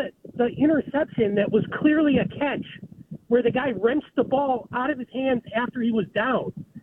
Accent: Buffalo, New York, United States; now in Texas, United States; Well, I live in Texas, but I'm from Buffalo. I'm a huge Bills fan.

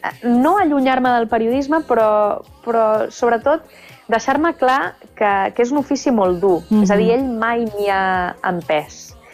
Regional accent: Barcelona, Catalonia, Spain; now in Andorra; Sempre he estudiat a fora d'Andorra. Sí, a Barcelona, primer, bueno, la primària, l'ESO, el batxillerat, i després també periodisme a Barcelona. A Andorra vaig venir-hi a viure més endavant

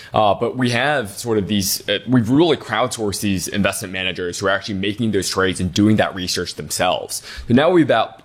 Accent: Detroit, Michigan, United States; So born and raised in Detroit, my parents are immigrants. We didn't have a lot

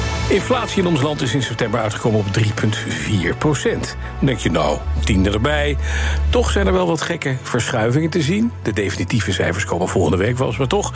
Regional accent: Netherlands; we kunnen inderdaad wel sceptisch als Nederlanders zeggen

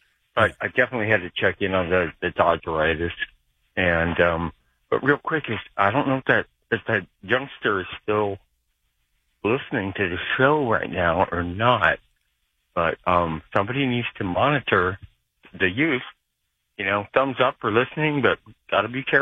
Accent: Arizona, United States; I grew up in Arizona, but I'm Pirates and Steelers by virtue of my dad, right?

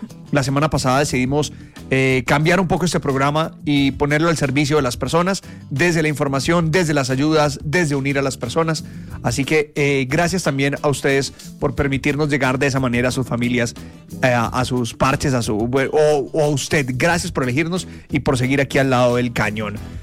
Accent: Colombia; el orgullo que sentimos como colombianos

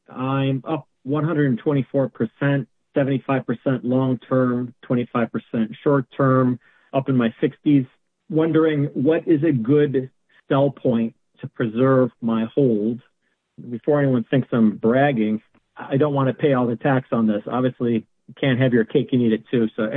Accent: Northeast, United States; I'm from the Northeast United States, longtime listener and client

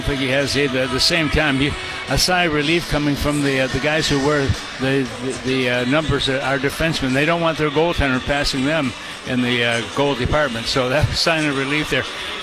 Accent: Fort Erie, Ontario, Canada; back in the 60s when I was a kid growing up in Fort Erie

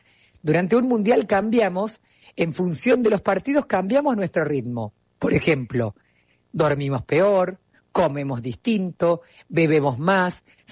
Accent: Argentina; Acuérdate siempre, seguimos siendo argentinos, que la pasión nos invada

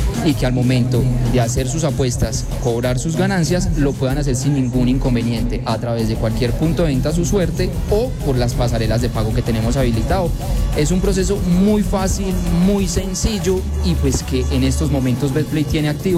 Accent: Colombia; nosotros como colombianos pues vamos a apostar por nuestra selección

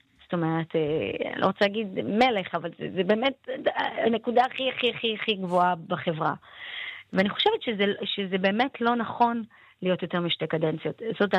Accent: Northern District, Israel; אני מושב בצפון

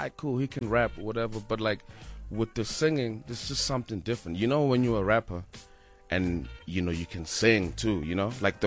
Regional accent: Mpumalanga, South Africa; English is a second language; No, I'm actually from Denelton and Mpumalanga, but you know, Bedi people out there in Limpopo. Shout out to my Bedi people.

